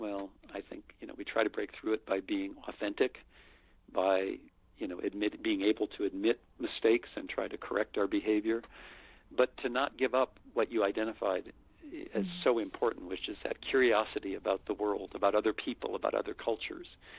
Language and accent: English; United States; I'm white, I'm male, I'm American, I'm, you know, educated